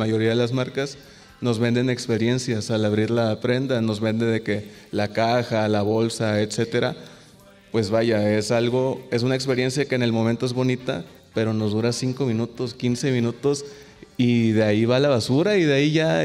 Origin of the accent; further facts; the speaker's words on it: Poza Rica, Veracruz, Mexico; Yo vengo de Poza Rica, allá de hecho soy licenciado en Derecho. Acabé la licenciatura allá.